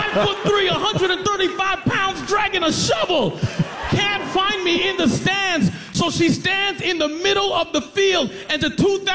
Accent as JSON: {"language": "English", "town": "Scarborough", "region": "Ontario", "country": "Canada", "said": "Now, ladies and gentlemen, I'm 40 years old. I don't have no time to be fighting in no bar. But I'm from Scarborough, Ontario."}